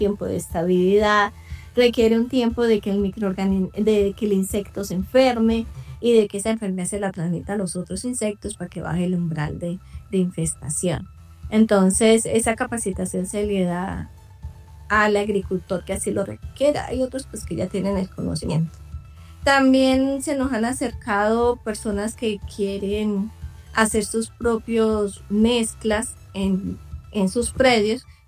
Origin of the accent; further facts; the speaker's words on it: Cúcuta, Norte de Santander, Colombia; Yo estudié en la Universidad Francisco de Paula Santander en Cúcuta, soy cucuteña